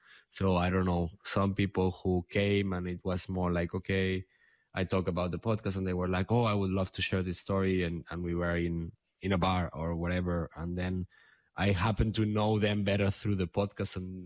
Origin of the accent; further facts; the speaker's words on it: Catalonia, Spain; first language Catalan; English is a second language; I'm considering, although I haven't taken a decision yet, of producing the same format in Catalan, in my mother tongue, because there is no, so it will be a separate show.